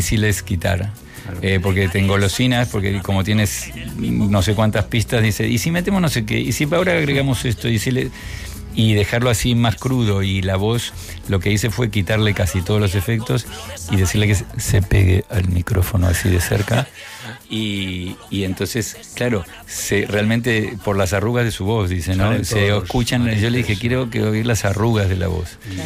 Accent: Region of Murcia, Spain; y yo decía, pero si soy de Murcia.

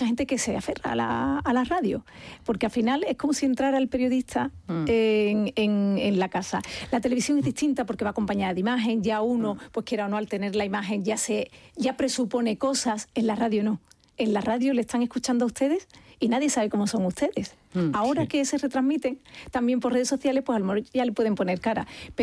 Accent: Andalusia, Spain; Yo estoy loca por Andalucía porque es mi tierra.

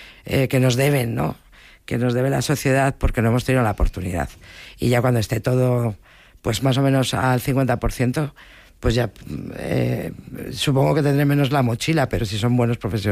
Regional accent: Bilbao, Basque Country, Spain; yo soy de Bilbao y volver a casa, volver a contar esto

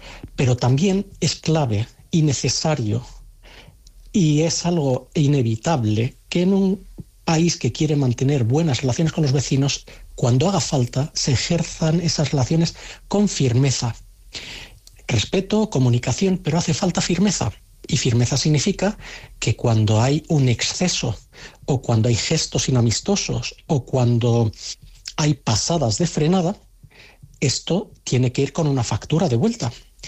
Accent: Spain; ahora ya hablo no como analista, sino como ciudadano español

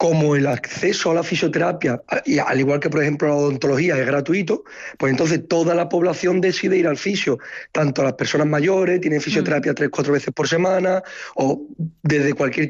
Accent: Spain; moved away as an adult; now in France; Para hablar concretamente de Francia, somos españoles y belgas. Tanto la gente, tanto los fisioterapeutas belgas como los españoles somos los principales

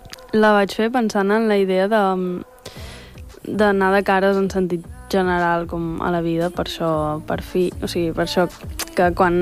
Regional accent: La Bisbal, Catalonia, Spain; Sí, o sigui, bueno, clar, tots som de la Bisbal i és un poble molt petit.

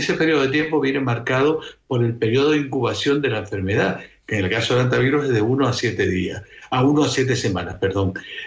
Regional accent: Tenerife, Canary Islands, Spain; now in Las Palmas, Spain; Sí, soy de Tenerife, pero vivo en Las Palmas.

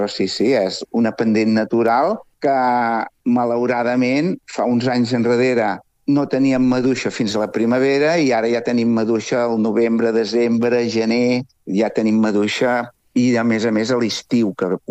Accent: Sant Cebrià, Catalonia, Spain; soc de Sant Cebrià

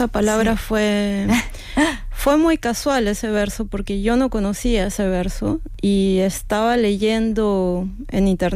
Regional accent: Lima, Peru; now in Norway; porque vengo de una ciudad, bueno, yo soy de Lima, una ciudad donde los animales están abandonados, están maltratados o son las mascotas, ¿no?

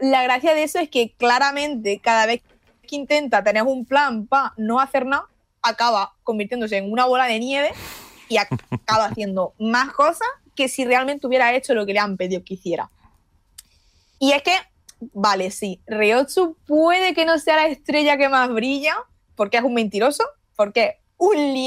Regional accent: Andalusia, Spain; born there; tengo como muy por bandera que soy de Andalucía y obviamente pues yo me he criado

